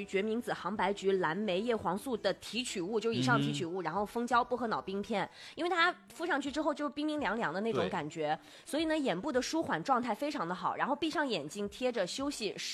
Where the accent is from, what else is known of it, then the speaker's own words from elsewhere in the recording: Inner Mongolia, China; moved away; 去我内蒙古哪里啊？内蒙古很大，去了我们锡林郭勒草原吗？前段时间不是有一个听众有真实的去到我的家乡，